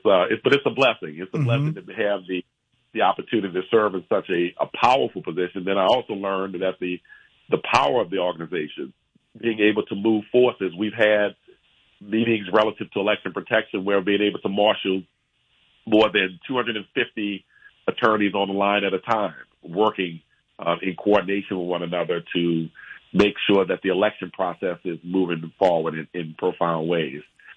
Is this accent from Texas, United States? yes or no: no; Louisiana, United States; I'm from Louisiana